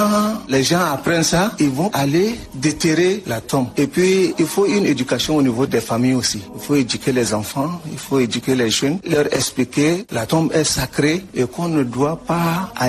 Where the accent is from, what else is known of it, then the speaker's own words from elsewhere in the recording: Chad; chez nous au Tchad